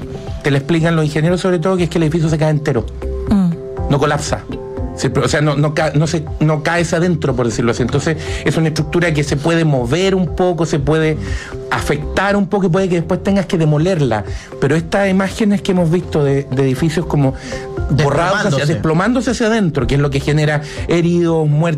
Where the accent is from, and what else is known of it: Chile